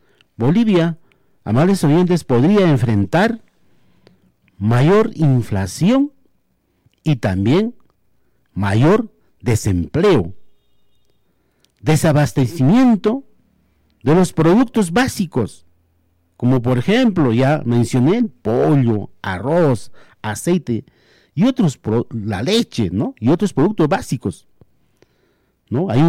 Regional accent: Peru; nosotros como peruanos, porque somos vecinos

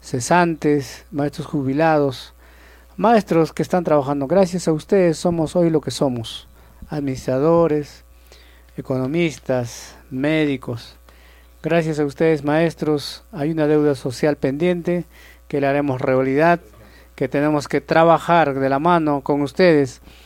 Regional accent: Villa Rica, Pasco, Peru

